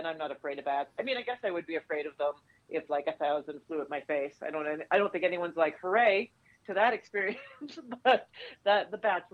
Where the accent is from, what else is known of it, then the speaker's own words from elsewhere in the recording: Canada; moved away as an adult; now in New York, United States; as a Canadian, because I grew up and spent the first 30 years of my life in Canada.